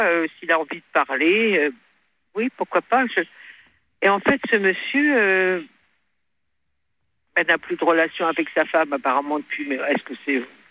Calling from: Brittany, France; je suis en Bretagne

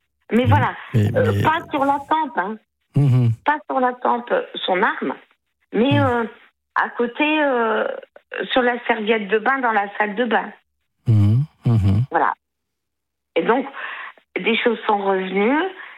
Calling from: Brittany, France; je vis en Bretagne

